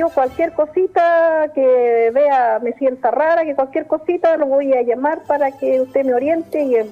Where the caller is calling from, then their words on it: Osorno, Los Lagos, Chile; De acá, de alrededor de Osorno.